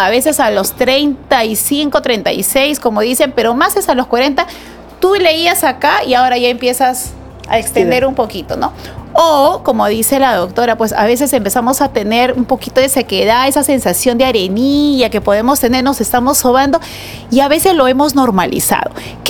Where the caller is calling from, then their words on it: Nueva Cajamarca, San Martín, Peru; Tengo 61 años. Gracias. Soy de Cajamarca. Nueva Cajamarca.